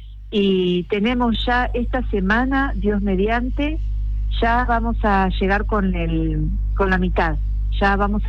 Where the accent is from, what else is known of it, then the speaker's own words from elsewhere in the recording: Rosario, Santa Fe, Argentina; now in Córdoba, Argentina; Somos de Rosario nosotras. Yo ya estoy viviendo en Córdoba, viene mi prima a darnos una mano